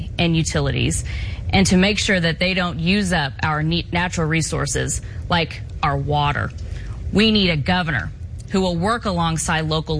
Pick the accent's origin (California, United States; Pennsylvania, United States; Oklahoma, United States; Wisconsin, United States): Oklahoma, United States; I was raised in Southwest Oklahoma by a single father who served 22 years in the United States Army